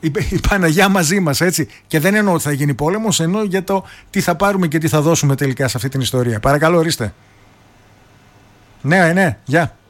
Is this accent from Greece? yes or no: yes; Greece